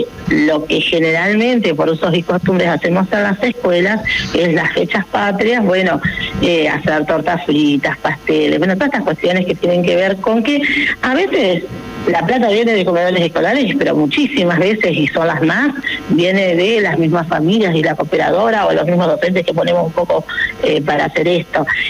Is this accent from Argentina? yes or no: yes; Entre Ríos, Argentina; como argentinos y como entrerrianos